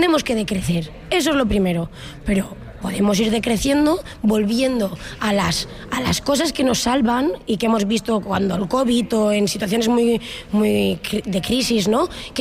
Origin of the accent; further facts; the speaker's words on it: Canals, Valencian Community, Spain; soy de Canals, Valencia.